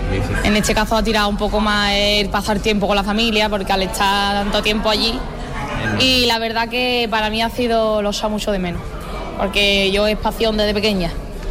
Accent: Espera, Andalusia, Spain; Soy de Espera.

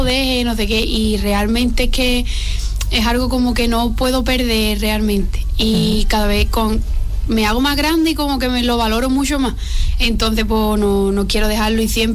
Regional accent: Arcos de la Frontera, Andalusia, Spain; porque somos de pueblos diferentes, de Espera, y Íñigo y yo somos de aquí de Arco.

